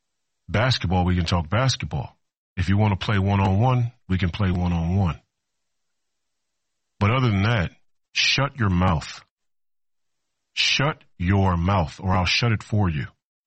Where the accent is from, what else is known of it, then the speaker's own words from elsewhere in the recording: United States; This is America, and I'm an American citizen